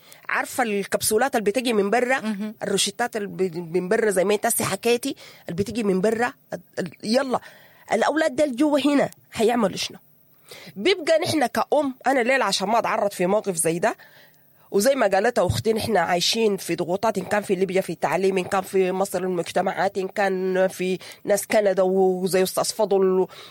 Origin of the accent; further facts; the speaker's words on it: Sudan; نحن سودانيين